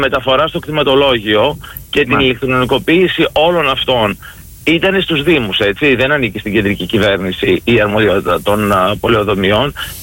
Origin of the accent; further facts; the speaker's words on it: Thessaloniki, Central Macedonia, Greece; είμαστε και συμπατριώτες από τη Θεσσαλονίκη